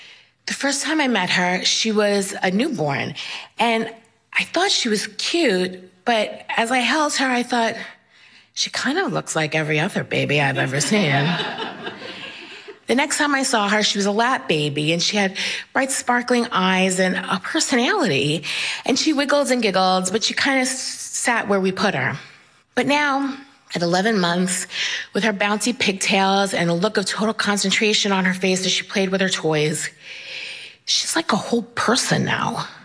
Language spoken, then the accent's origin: English; Queens, New York, United States; I'm from Queens, New York, and I'm a storyteller.